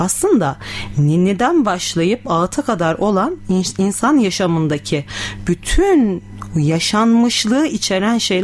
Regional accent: Malatya, Turkey; Şimdi sırada benim memleketim olan Malatya yöresine gidelim.

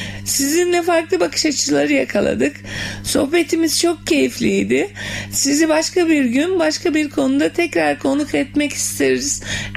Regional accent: Ardahan, Ardahan Province, Turkey; Ardahanlıyım ben, Ardahan.

